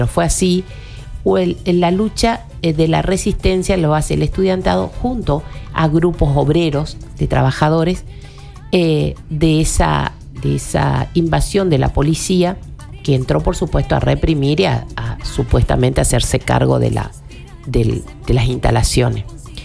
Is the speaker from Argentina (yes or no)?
yes; Argentina